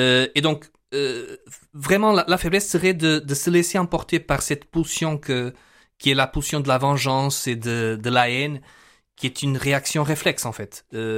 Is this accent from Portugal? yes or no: yes; Portugal; Moi, je suis portugais